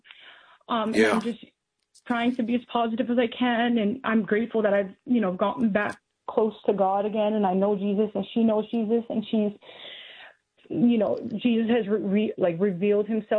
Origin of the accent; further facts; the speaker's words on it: Winnipeg, Manitoba, Canada; moved away as an adult; now in Waldorf, United States; I am originally from Winnipeg, Manitoba. Okay. But I married military, so I live in the States now.